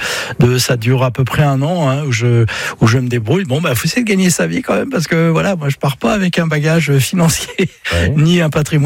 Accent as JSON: {"language": "French", "region": "Brittany", "country": "France"}